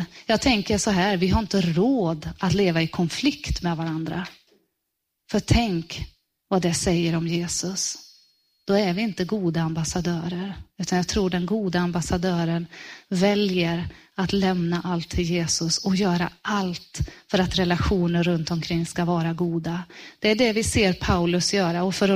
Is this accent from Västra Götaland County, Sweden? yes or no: yes; Västra Götaland County, Sweden; Tack att du ser din kropp här i Sverige och här på Västgötaslätten, Herre, där vi kommer ifrån.